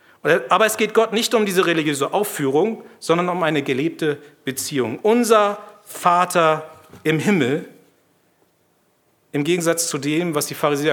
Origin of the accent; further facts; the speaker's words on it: Germany; als Deutscher